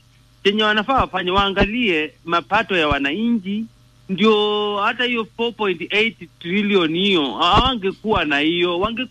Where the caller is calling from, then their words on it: Kenya; kama Mkenya